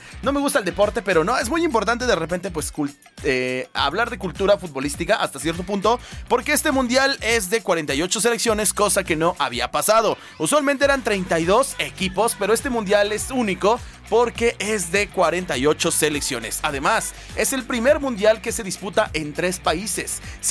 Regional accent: Mexico

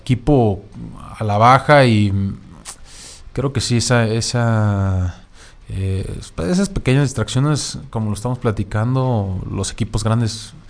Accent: Mexico; todo lo que queremos como mexicanos aficionados

